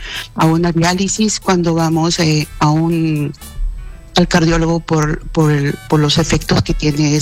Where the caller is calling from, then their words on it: Lima, Peru; Estoy llamando de Jesús María de Lima.